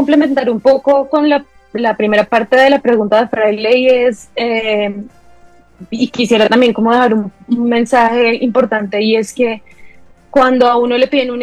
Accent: Bogotá, Bogotá Capital District, Colombia; yo soy de Bogotá

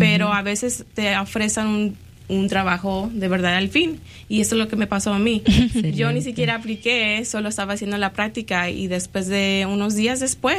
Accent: Argentina; moved away; Yo soy de Argentina.

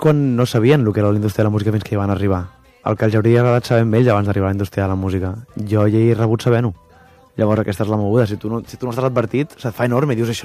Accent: Cambrils, Catalonia, Spain; Jo soc de Tarragona i tal, soc de Cambrils, i no era el que estava de moda.

